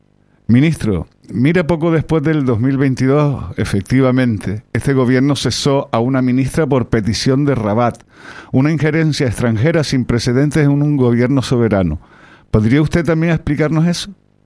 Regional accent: Spain; te lo digo como española

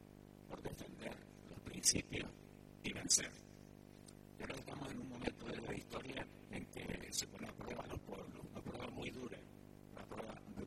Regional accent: Canary Islands, Spain; somos canarios cubanos o cubanos canarios.

